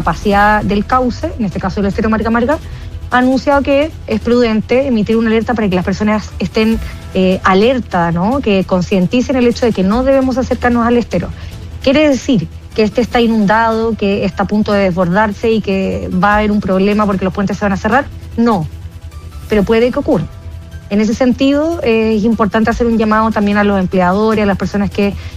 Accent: Viña del Mar, Valparaíso, Chile; somos viñamarinos, comprendemos la historia, somos chilenos

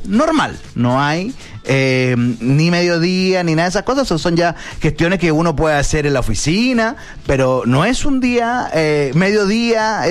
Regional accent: Chile; que es también reflexionar sobre nuestras tradiciones, sobre lo que somos como chilenos.

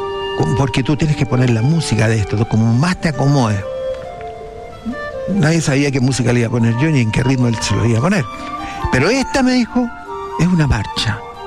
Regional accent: Iquique, Tarapacá, Chile; born there; Yo había leído Inostrosa cuando era chico, en Iquique, haber tenido 9 años, 10 años

